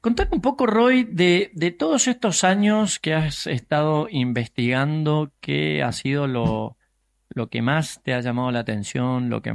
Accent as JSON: {"language": "Spanish", "country": "Argentina", "said": "hablo ahora como argentino"}